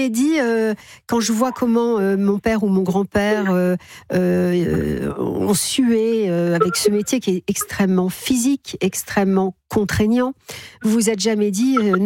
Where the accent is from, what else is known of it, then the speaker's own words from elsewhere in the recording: Hauts-de-France, France; Dans l'Aisne. Je connais bien parce que je suis de l'Oise. Donc c'est un, ça se touche.